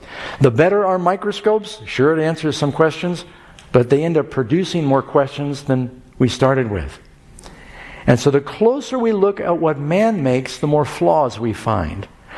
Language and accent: English; New York City, New York, United States; also born or lived in Los Angeles / Miami; I was born in Los Angeles, millions of people down there. I don't know how many now. And Mom moved to New York, grew up in New York City, another big city. Dad moved to Miami.